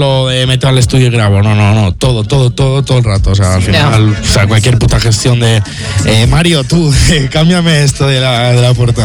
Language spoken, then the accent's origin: Spanish; Mondragón, Basque Country, Spain; en mi pueblo, pues en Mondra